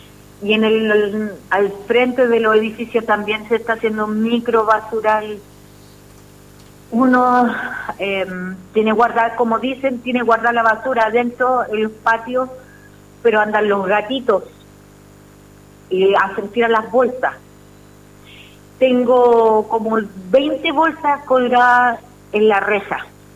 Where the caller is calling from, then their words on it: Chile; De Lagunilla 3.